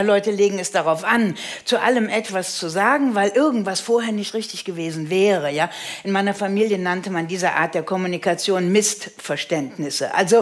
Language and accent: German; Rhineland, Germany; Ja, ich bin aus dem Rheinland.